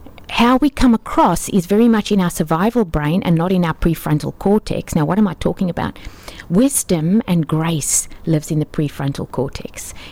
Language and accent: English; Port Elizabeth, Eastern Cape, South Africa; born there; I was born in Port Elizabeth, exactly.